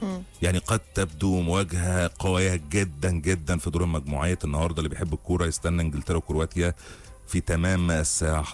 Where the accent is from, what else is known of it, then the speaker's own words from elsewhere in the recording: Egypt; عندنا في مصر